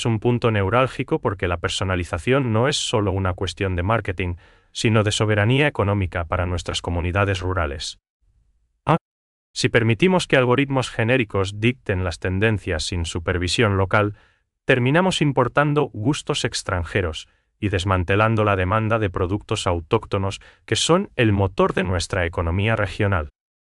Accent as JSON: {"language": "Spanish", "country": "Paraguay"}